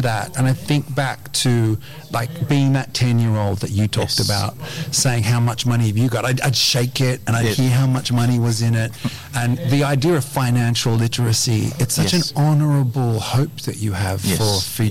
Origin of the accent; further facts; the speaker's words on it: New Zealand; I'm from New Zealand